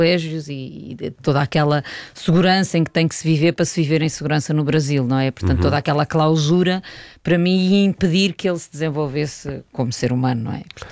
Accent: Portugal; born or raised there

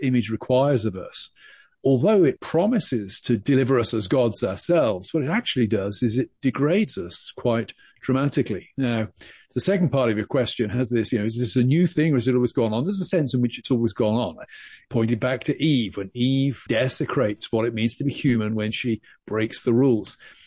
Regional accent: South West England, United Kingdom; born or raised there

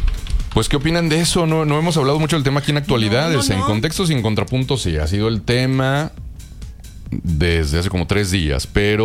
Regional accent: Mexico; No, no, yo soy bien mexicano, me encanta ser mexicano.

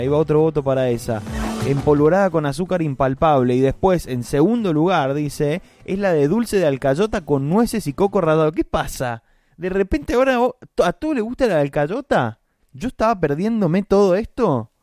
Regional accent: Rivadavia, Argentina; para mí la más rica es crema pastelera … de Rivadavia.

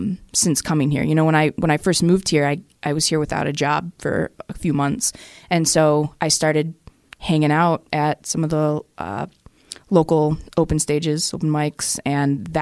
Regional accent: Ypsilanti, Michigan, United States; Near Ann Arbor, yeah. Ypsilanti, I got to say it. I can't say I'm from

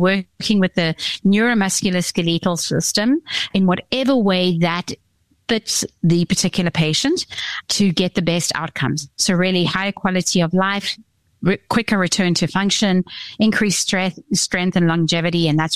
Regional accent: South Africa; moved away as an adult; now in Texas, United States; So I'm from the deep south. I'm from South Africa.

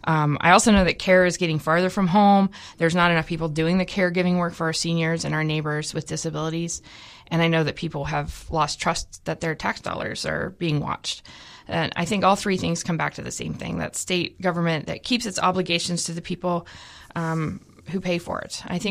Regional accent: West Virginia, United States; moved away as an adult; now in Bagley, Minnesota, United States; I grew up in West Virginia in a town that's a little bit smaller than Bagley. I don't think it has a traffic light still.

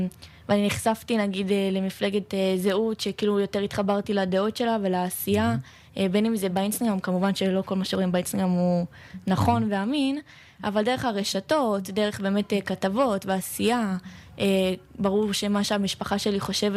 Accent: Ofakim, Southern District, Israel; born there; אני וערן גדלנו כאן יחד באופקים.

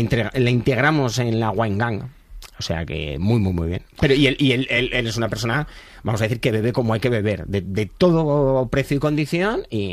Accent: Leganés, Community of Madrid, Spain; aunque criado en Leganés

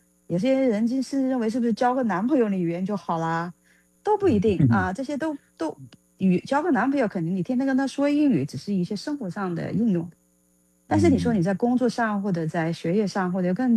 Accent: Liuzhou, Guangxi, China; moved away; 不过我小时候那时候在广西柳州

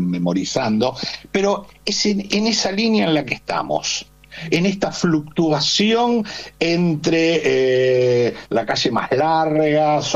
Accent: Argentina; Cualquiera que viva el Mundial con cierta intensidad, como lo hacemos los argentinos y otros tantos

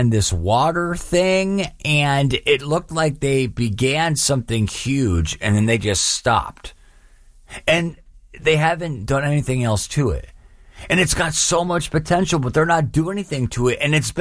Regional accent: Mundelein, Illinois, United States; This morning, I'm in my hometown where I grew up in Mundelein.

